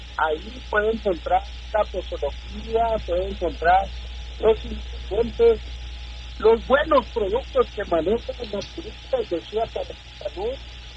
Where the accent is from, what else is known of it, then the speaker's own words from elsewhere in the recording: Mexico; Porque es lo que somos los mexicanos, por eso.